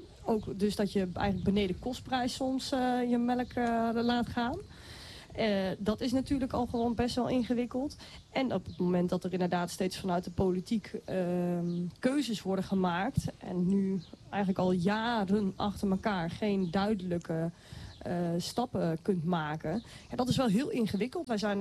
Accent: Arnhem, Gelderland, Netherlands; moved away; Ja, ik kom uit de stad. Ik kom uit Arnhem. Dus ik ben echt midden in de stad opgegroeid.

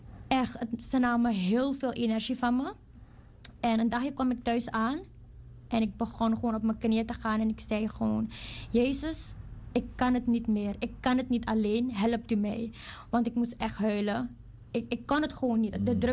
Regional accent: The Hague, South Holland, Netherlands; Ik ben van Den Haag, Scheveningen.

